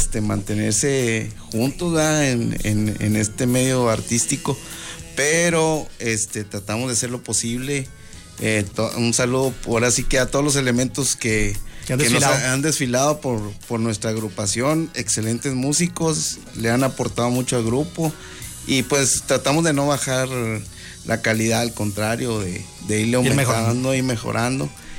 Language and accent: Spanish; Saltillo, Coahuila, Mexico; somos de Saltillo, orgullosamente saltillense.